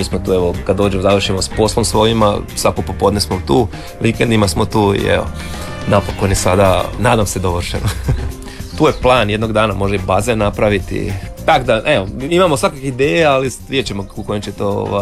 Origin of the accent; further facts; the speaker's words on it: Osijek, Osijek-Baranja County, Croatia; now in Karanac, Croatia; Ja sam iz Osijeka.